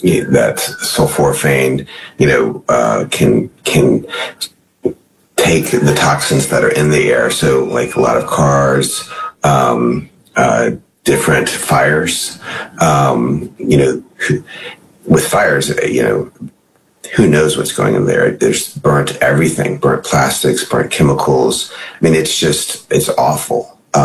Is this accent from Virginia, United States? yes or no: yes; Charlottesville, Virginia, United States; I mean, we have in my hometown, Charlottesville